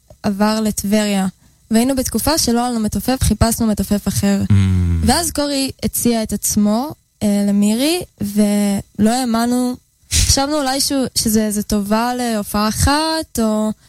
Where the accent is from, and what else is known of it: Jaffa, Tel Aviv District, Israel